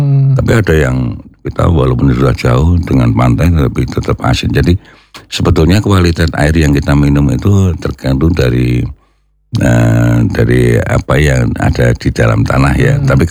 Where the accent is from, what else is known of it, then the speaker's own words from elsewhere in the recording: Purwokerto, Central Java, Indonesia; daerah saya kan di Mersi ya. Itu banyak sekali mengandung pasir.